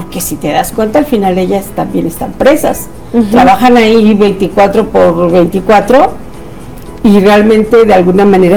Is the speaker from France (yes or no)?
no; Querétaro, Mexico; Cuando saben que somos queretanos ya no salimos, pero los que no son queretanos corren, ¿no?